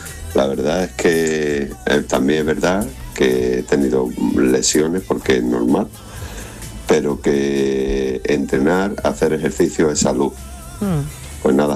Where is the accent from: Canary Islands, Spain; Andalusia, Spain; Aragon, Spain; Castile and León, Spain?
Andalusia, Spain; Málaga